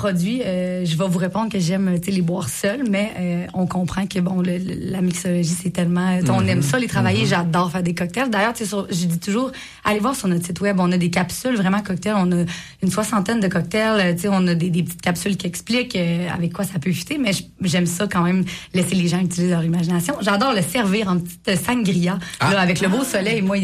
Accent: Quebec, Canada; now in Baie-Comeau, Canada; Je viens du Saguenay-Lac-Saint-Jean. J'ai été amenée par le vent du Nord sur la côte nord.

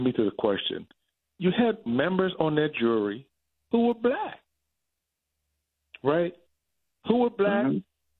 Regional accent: Washington, District of Columbia, United States; I grew up in Southwest D.C., and I own 2 apartments in every ward in D.C., multi-level apartments.

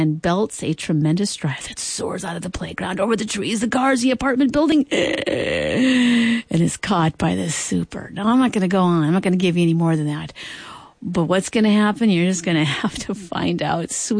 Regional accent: Midwest, United States; Growing up in the Midwest, out in the cicadas.

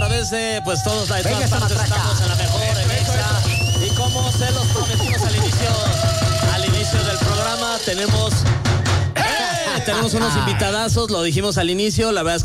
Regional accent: Spain; Y yo soy español, y de la sangre acá es española.

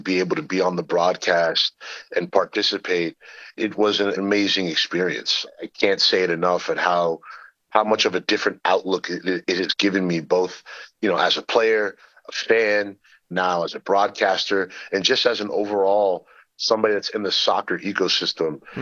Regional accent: Florida, United States; born or raised there

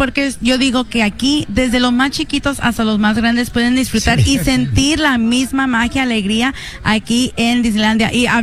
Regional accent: Long Beach, California, United States; now in Santa Ana, United States; Tengo como 6 años viviendo en Santa Ana, pero soy del Long Beach originalmente. Ahí es donde fui.

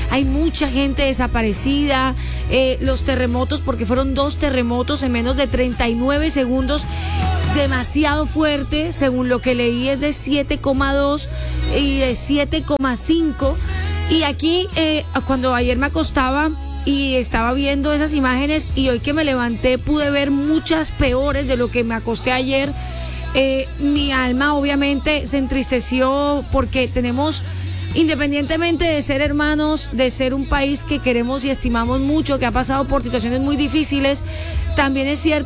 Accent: Colombia; Así que hoy, como colombianos, como hermanos de Venezuela, no queda otra cosa sino orar mucho por Venezuela

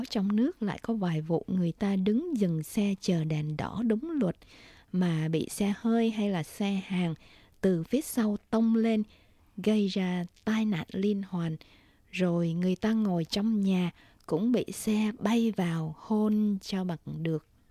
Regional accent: Saigon, Ho Chi Minh City, Vietnam; Sài Gòn là quê tôi, đôi khi tôi nghĩ mình thân thuộc với thành phố này tới mức nhắm mắt đi cũng tới chỗ mình muốn

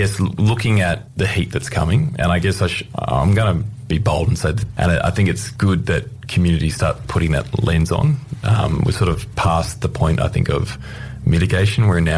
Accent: New South Wales, Australia; And I grew up in the Blue Mountains for a period as well.

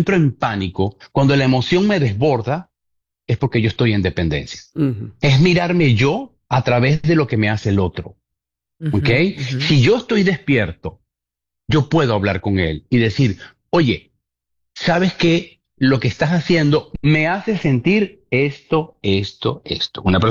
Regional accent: Venezuela; empiezas a burlarte de mí, de mi acento, que si soy venezolano

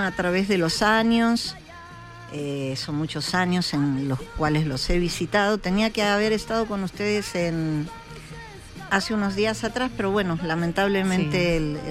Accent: Paso del Rey, Buenos Aires Province, Argentina; Yo crecí en un pueblo en Paso del Rey, que queda más o menos a 30 kilómetros de la ciudad de Buenos Aires.

